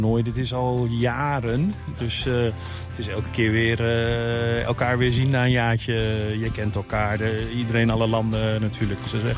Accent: Deventer, Overijssel, Netherlands; also born or lived in Australia; now in Utrecht, Netherlands; Ja, ik kom uit Australië, maar ik ben in Deventer opgegroeid. Middelbare school hier ook allemaal gedaan.

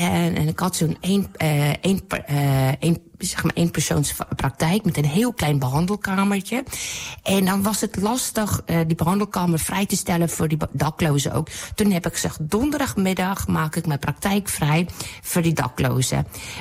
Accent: South Africa; Nou, ik kom natuurlijk uit Zuid-Afrika.

